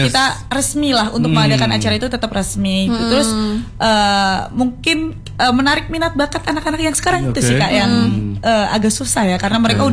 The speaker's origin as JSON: {"language": "Indonesian", "town": "Ponorogo", "region": "East Java", "country": "Indonesia", "said": "aku dari Ponorogo"}